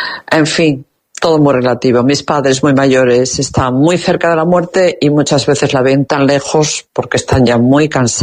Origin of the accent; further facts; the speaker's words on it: Cantabria, Spain; now in Seville, Spain; Un besito, soy cántabra en Sevill